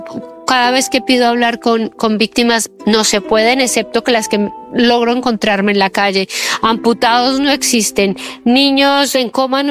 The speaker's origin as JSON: {"language": "Spanish", "region": "Eje Cafetero", "country": "Colombia", "tie": "born or raised there", "moved": "yes", "lives_now": "Iran", "said": "yo soy colombiana."}